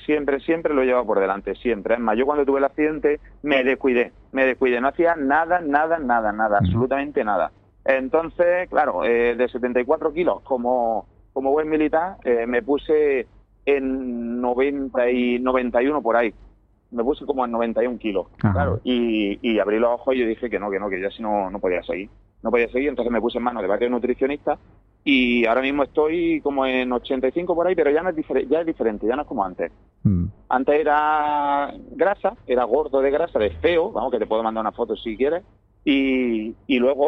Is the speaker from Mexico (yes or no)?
no; Roquetas de Mar, Andalusia, Spain; como soy de Roquetas